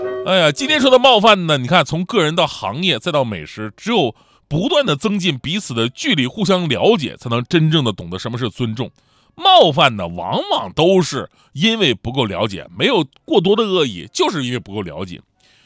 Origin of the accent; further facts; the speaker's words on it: Jilin, China; moved away as an adult; 我是东北的，他们问我东北哪儿啊，我说是吉林省。